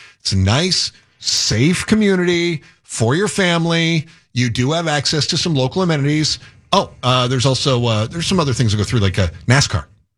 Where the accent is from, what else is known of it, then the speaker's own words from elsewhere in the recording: Midwest, United States; also born or lived in near Overland Park, Kansas; I grew up in the Midwest.